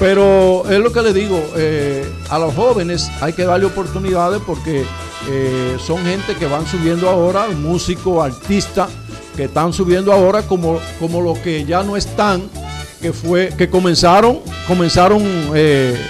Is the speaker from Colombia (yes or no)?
no; Mao, Valverde, Dominican Republic; Yo soy de para allá